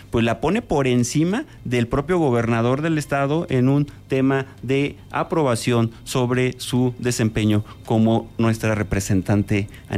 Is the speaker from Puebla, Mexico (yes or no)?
no; Querétaro, Mexico; nos tiene que interesar a los queretanos